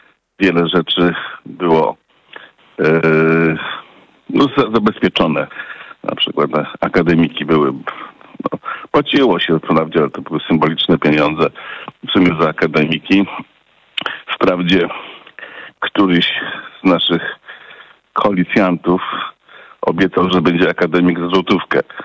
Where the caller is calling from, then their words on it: Lubusz Voivodeship, Poland; No ja jestem lokalnym patriotą, kocham tę moją małą ojczyznę.